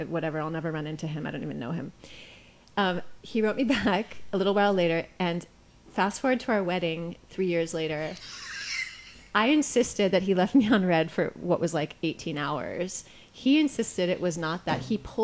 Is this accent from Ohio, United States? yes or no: no; Los Angeles, California, United States; born or raised there; moved away as an adult; also born or lived in Berlin, Germany